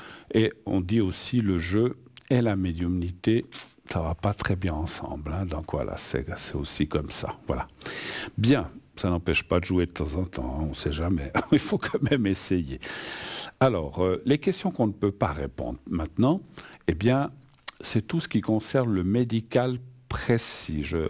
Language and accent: French; Spain; now in Switzerland; de l'Espagne, de mon pays d'origine, l'Espagne